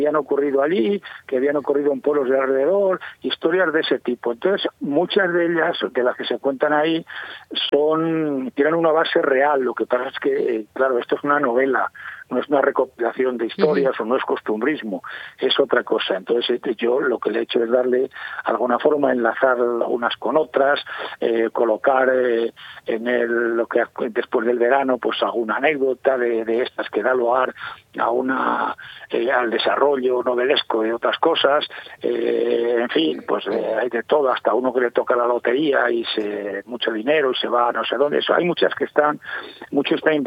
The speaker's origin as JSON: {"language": "Spanish", "country": "Spain", "tie": "born there", "moved": "yes", "said": "yo recuerdo en mi pueblo"}